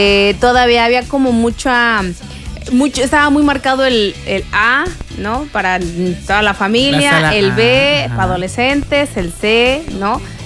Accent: Morelia, Michoacán, Mexico; now in Cancún, Mexico; como yo crecí en Morelia

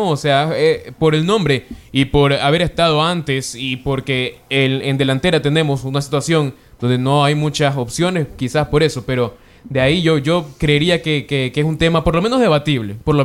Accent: Ecuador; nosotros como ecuatorianos

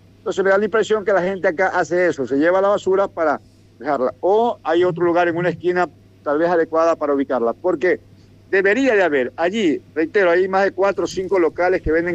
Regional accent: Santa Ana, Manabí, Ecuador; now in Manta, Ecuador; ya desfilé por las calles de Santa Ana rindiéndole homenaje a mi pueblo

